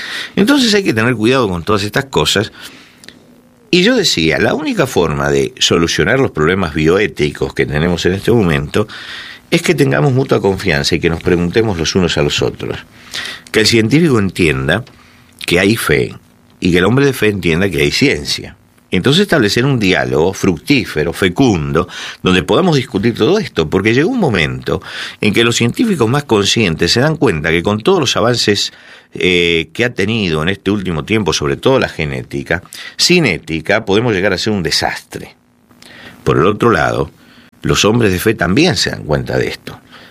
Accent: Argentina; Yo fui asesor en su momento, en mi país, Argentina

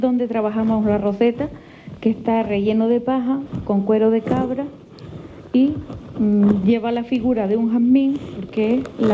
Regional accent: Vilaflor, Canary Islands, Spain; Pues yo nací en La Escalona, es un barrio de Vilaflor. Entonces allí pues es pequeñito.

